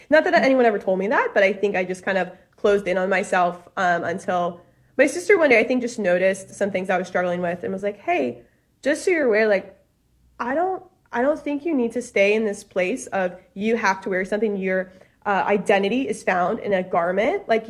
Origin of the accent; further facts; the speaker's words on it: New Orleans, Louisiana, United States; I'm originally from New Orleans, and so born and raised in the South, a great time. Grew up cradle Catholic